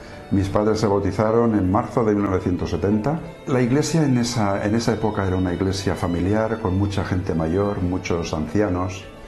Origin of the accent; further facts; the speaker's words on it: Burriana, Valencian Community, Spain; Mi familia, somos de Burriana, es un pueblo que hay a 12 kilómetros de Castellón, y mi padre era peluquero